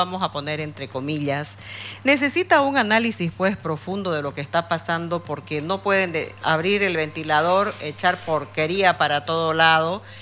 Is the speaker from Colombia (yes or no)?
no; Santa Cruz de la Sierra, Santa Cruz, Bolivia; Orgullosamente, Camba, Kurumi, como quieran decirme. No me importa, soy de Santa Cruz y amo mi tierra.